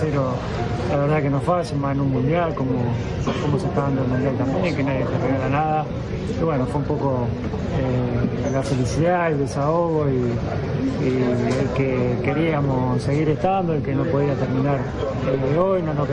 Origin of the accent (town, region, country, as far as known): Argentina